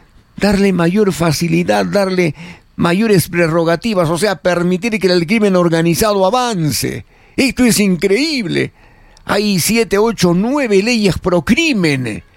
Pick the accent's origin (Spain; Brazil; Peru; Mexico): Peru; entre nosotros como peruanos